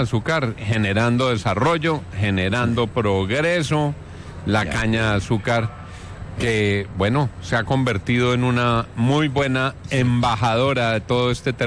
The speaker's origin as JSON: {"language": "Spanish", "region": "Valle del Cauca", "country": "Colombia", "said": "Valle del Cauca, mi tierra."}